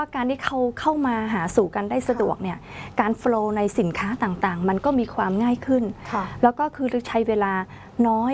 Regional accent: Cambodia; Thai is a second language; เราก็เข้าไปตลาดหรือว่าเข้าไปที่ไหนเราก็พูดภาษาไทยซึ่งคนไทยบางคนก็อาจจะไม่ทราบว่าเราเป็นคนกัมพูชาด้วยซ้ำ

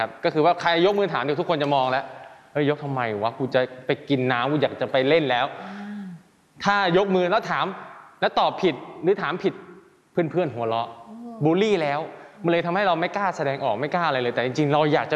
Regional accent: Isan, Thailand; เราเป็นคนอีสานเราก็พูดอีสานไปเลย

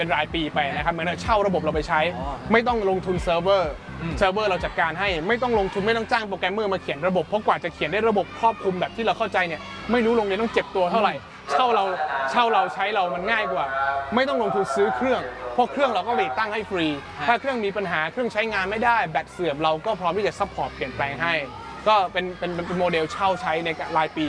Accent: Ko Samui, Surat Thani, Thailand; ผมเองตอนนั้นก็แค่22 23เวลาที่ผมเริ่มตอนนั้นนะแล้วผมเป็นคนชาวสมุยผมต้องเล่าให้พี่ฟังนะผมเป็นชาวสมุยทีนี้สมุยเนี่ยมันเป็นเมืองท่องเที่ยวมันไม่ใช่เมืองของ IT

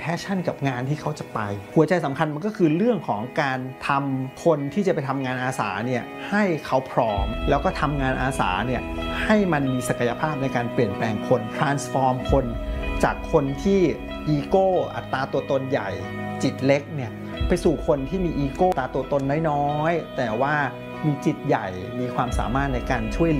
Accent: Bangkok, Thailand; born or raised there

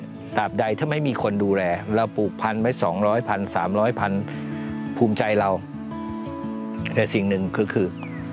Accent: Nonthaburi, Thailand; เราเป็นคนนนท์

